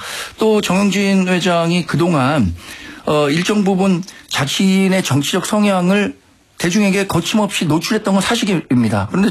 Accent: South Korea

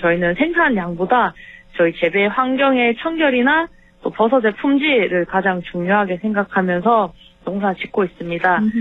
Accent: Busan, South Korea; moved away as an adult; now in Sangju, South Korea; 저는 부산이 고향이고요. 저희 상주는 아버지 고향으로

